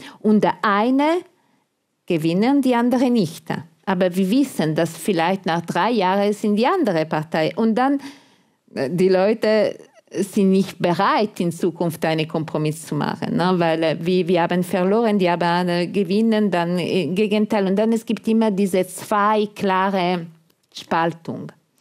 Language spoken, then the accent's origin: German; Italy; German is a second language; Und für mich als Italiener war etwas negativ, aber alle anderen waren zufrieden.